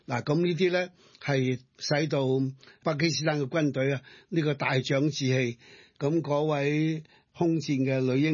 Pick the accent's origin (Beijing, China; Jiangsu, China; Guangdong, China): Guangdong, China; 好像我们广东人的邓世昌那个与南共存